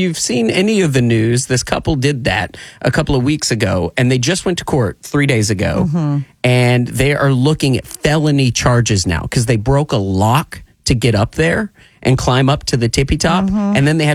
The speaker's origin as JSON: {"language": "English", "region": "Tennessee", "country": "United States", "tie": "born or raised there", "said": "But I was born and raised in Tennessee"}